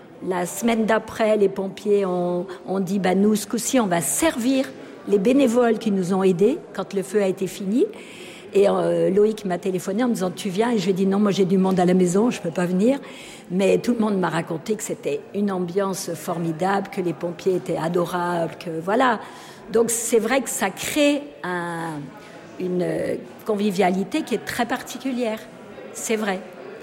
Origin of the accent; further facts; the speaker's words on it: Jonchères, Auvergne-Rhône-Alpes, France; je viens de Jonchère. Derrière, il y a le Prémol qui arrive après, de l'autre côté, sur Bellegarde, où il y a eu le feu à Montlahuc.